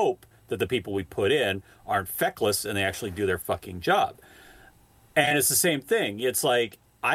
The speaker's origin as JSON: {"language": "English", "country": "United States", "said": "I'm an American"}